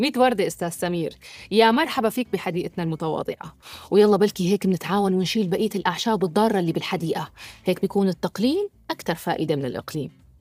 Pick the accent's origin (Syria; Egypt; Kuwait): Syria; بس كان في سبب أكثر أهمية إلنا كسوريين